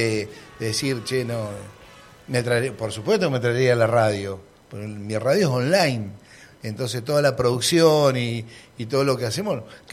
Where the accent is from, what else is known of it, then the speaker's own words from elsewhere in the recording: Argentina; moved away; Vengo de Chuele, entre las bardas y el río